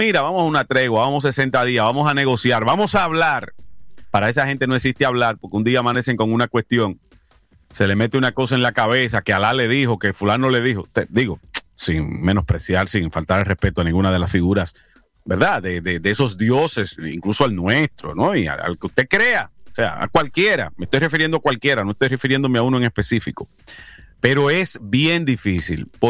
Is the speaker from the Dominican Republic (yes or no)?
yes; Dominican Republic; moved away; somos todos dominicanos